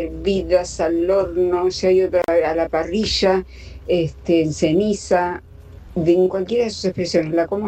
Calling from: Merlo, Buenos Aires Province, Argentina

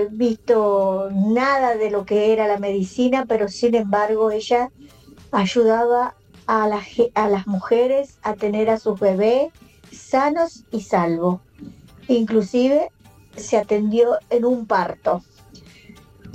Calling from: González Catán, Buenos Aires Province, Argentina; Hola Radio Latina … de González Catán.

